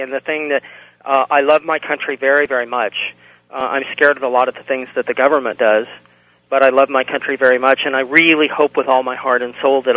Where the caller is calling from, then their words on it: Santa Cruz, California, United States; I'm calling from Santa Cruz, KSCO.